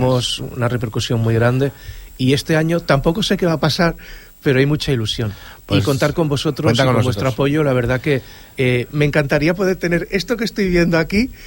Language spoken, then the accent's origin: Spanish; Viladecans, Catalonia, Spain; yo como persona que soy de Viladecans